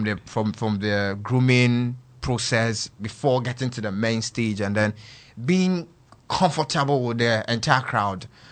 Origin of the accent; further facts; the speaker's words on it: Ashaiman, Greater Accra, Ghana; I actually grew up in a Shyman, Vaco Flats, actually.